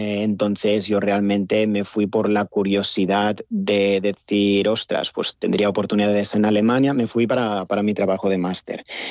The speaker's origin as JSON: {"language": "Spanish", "country": "Spain", "lives_now": "Bonn, Germany", "said": "Entonces, yo no soy el único español aquí en Bonn, es que me he encontrado un montón, españoles, italianos"}